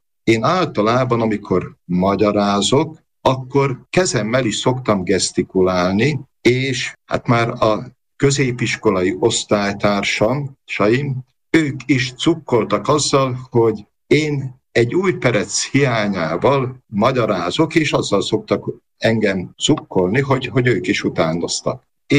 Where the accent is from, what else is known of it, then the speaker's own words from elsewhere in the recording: Hrušov, Košice Region, Slovakia; also born or lived in Rožňava; Valóban Rozsnyón születtem, annak idején már a kórházi születések voltak, én ott születtem, de körtvélyesen nevelkedtem föl. 15 éves koromban kerültem el Kassára.